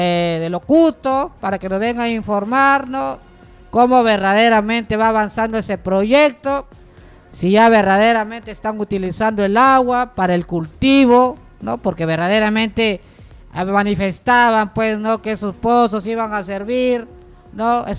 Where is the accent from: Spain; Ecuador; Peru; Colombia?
Peru; Tambogrande, Piura